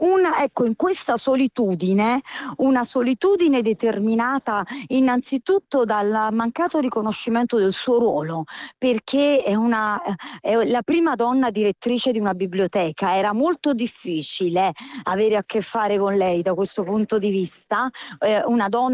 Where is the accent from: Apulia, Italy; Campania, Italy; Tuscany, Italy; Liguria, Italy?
Campania, Italy; Naples; Io sono napoletana